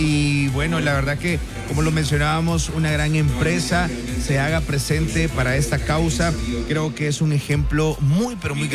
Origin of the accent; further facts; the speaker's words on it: El Salvador; hay que unirnos como salvadoreños